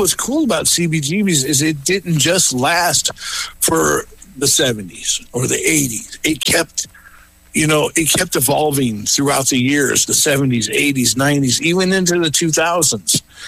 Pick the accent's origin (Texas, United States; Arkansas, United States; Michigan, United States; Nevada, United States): Nevada, United States; Las Vegas; born there; also born or lived in Chicago; me growing up in Las Vegas